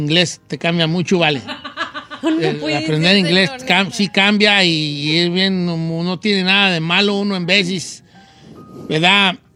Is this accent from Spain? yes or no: no; Mexico; moved away; No, Cheto, después de 27 años voy a ir a mi pueblo. A México.